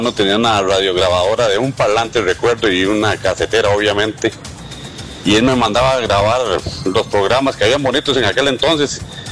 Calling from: Santa Bárbara, Heredia, Costa Rica; Jonathan, buenos días … de Santa Bárbara, Heredia.

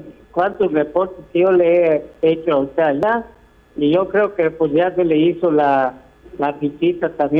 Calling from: Yucatán, Mexico

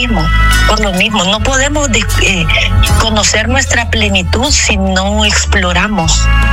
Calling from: Honduras; soy hondureña 100%

